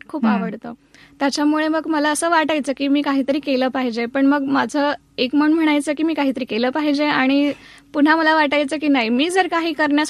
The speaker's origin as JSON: {"language": "Marathi", "town": "Chalisgaon", "region": "Maharashtra", "country": "India", "tie": "born or raised there", "lives_now": "Nashik, India", "said": "मी मूळची, म्हणजे माझं माहेर चाळीसगावचं, आणि सासरे चाळीसगाव जवळच एक गाव आहे."}